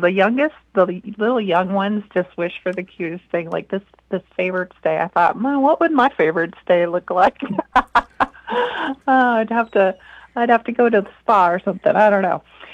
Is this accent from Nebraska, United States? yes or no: yes; Beatrice, Nebraska, United States; moved away; my hometown of Beatrice